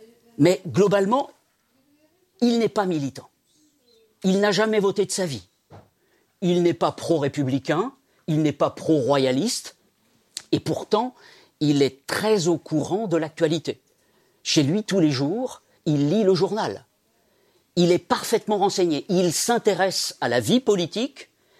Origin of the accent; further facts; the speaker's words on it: Centre-Val de Loire, France; born there; suis breton. Parce que mon grand-père habitait à côté de Fougères. Mais moi, je suis né en Eure-et-Loire.